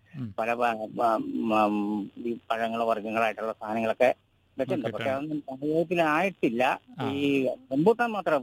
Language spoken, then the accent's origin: Malayalam; Koothattukulam, Kerala, India; കുത്താട്ടുകുളത്താണ് ജനിച്ചു വളർന്നത്.